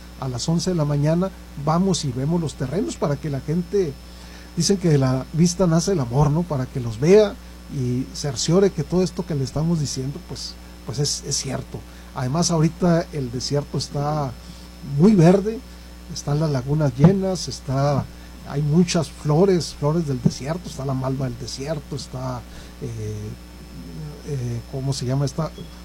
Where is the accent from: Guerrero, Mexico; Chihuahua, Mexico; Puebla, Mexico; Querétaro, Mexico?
Chihuahua, Mexico; Samalayuca; also born or lived in Ciudad Juárez; yo tengo 60 años y ya soy originario y nací ahí, ¿no? Bueno, nací en Juárez, pero porque no había hospital en Samalayuca, pero crecí en el seno de una familia en Samalayuca, ¿no? Y luego mi papá también y mi abuelo también y hacia atrás, ¿no? Entonces, somos originarios de Samalayuca de toda la vida.